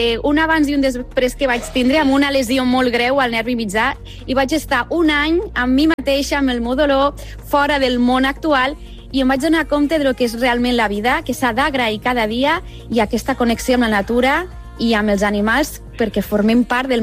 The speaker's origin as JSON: {"language": "Catalan", "region": "Catalonia", "country": "Spain", "tie": "born there", "said": "tinc el cor català perquè he nascut aquí"}